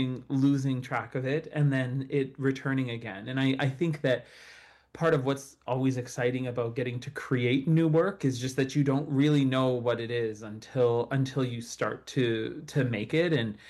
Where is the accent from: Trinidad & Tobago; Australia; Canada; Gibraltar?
Canada; Ontario; now in Vancouver, Canada; I'm Anishinaabe from the Matagami First Nations in Northern Ontario and also French, Canadian, and Irish.